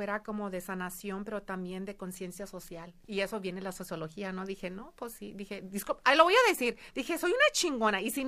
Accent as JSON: {"language": "Spanish", "country": "Mexico", "said": "Es que sí nos criaron como mujeres mexicanas, latinas, mujeres de color en este país."}